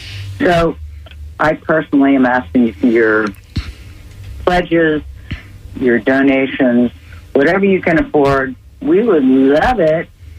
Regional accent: Tucson, Arizona, United States; I moved here from Tucson, Arizona, and I thought, what have I done?

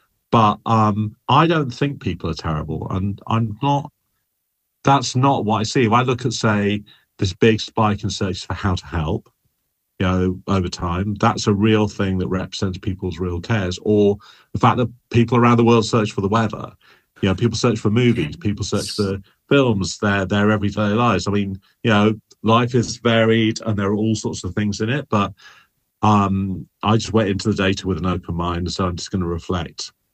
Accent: Texas, United States; also born or lived in United Kingdom; now in San Francisco, United States; As you can hear from my voice, I'm not from San Francisco or California.

